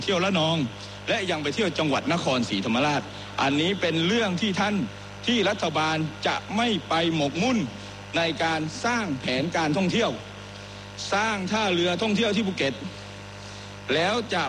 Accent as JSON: {"language": "Thai", "region": "Phuket", "country": "Thailand", "said": "ในฐานะคนภูเก็ตในฐานะคนใต้"}